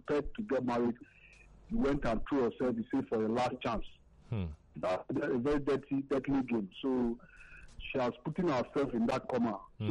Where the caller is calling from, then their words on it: Ikeja, Lagos, Nigeria; I'm calling from Ikeja.